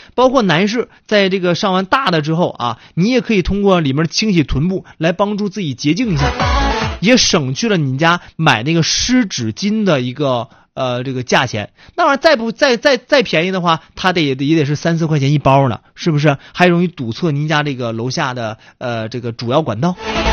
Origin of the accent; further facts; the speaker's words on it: Northeast China, China; 比如说这个我们东北人啊